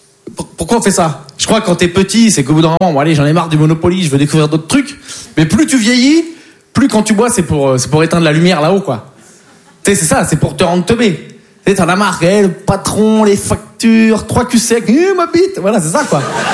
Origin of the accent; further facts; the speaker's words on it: Poitiers, Nouvelle-Aquitaine, France; Mais moi, en plus, je viens de Poitiers, donc il faut s'occuper. Tu peux pas aller au Futuroscope 5 fois par semaine, quoi.